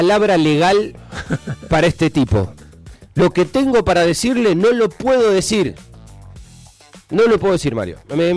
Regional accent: Argentina; Porque somos argentinos reivindicándolo.

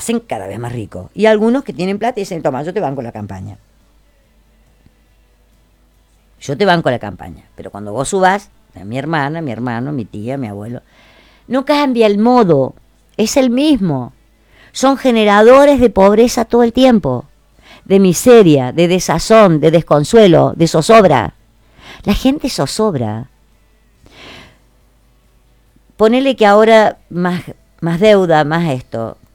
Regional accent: Argentina

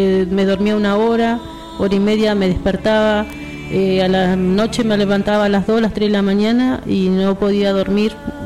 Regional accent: Trelew, Chubut, Argentina; Yo soy de acá, de Trelew.

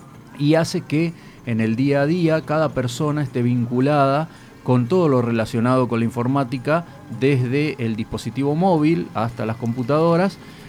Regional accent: Entre Ríos, Argentina

